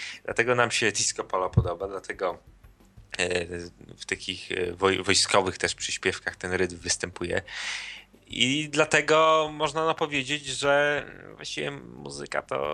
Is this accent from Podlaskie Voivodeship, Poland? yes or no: yes; Białystok, Podlaskie Voivodeship, Poland; u nas w Podlasie, ja z Białegostoku teraz rozmawiałem